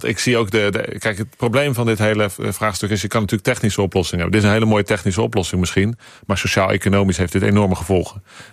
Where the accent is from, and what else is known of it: Netherlands